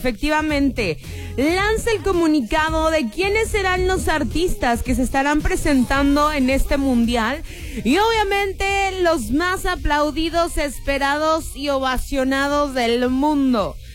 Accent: Mexico

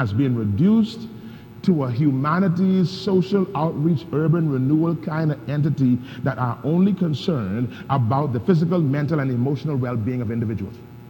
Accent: Nassau, New Providence, Bahamas; I'm from Nassau.

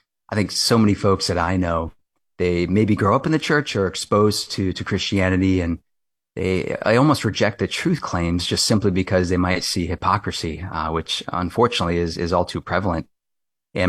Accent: Kailua, Hawaii, United States; moved away as an adult; also born or lived in West Coast; now in Washington, D.C., United States; Yeah, so I grew up on the windward side of Oahu in Kailua. So various places all over Kailua itself, but Olomana, Aikahi, but I spent the first roughly about 26 years of my life. Now, I was actually born on the West Coast

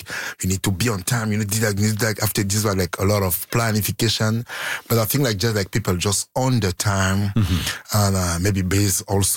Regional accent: Cameroon; now in Canada; I was born and raised in Cameroon. I grew up there.

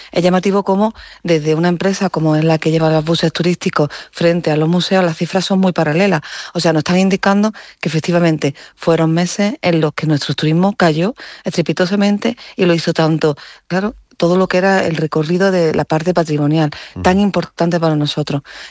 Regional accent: Córdoba, Andalusia, Spain; los cordobeses

